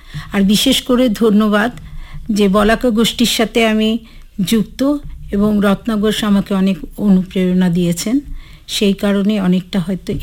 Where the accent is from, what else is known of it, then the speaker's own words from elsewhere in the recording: Durgapur, West Bengal, India; যেহেতু আমি 25 বছর ধরে, 25 না 30 বছর আমি উত্তরবঙ্গেতে আছি। আমি দক্ষিণবঙ্গের মেয়ে এবং আমি দুর্গাপুরের মেয়ে।